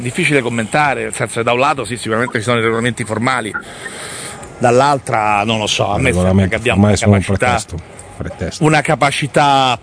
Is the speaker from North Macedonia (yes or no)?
no; Milan, Lombardy, Italy; accent: Milanese; Hai sentito anche il mio accento milanese, perfetto.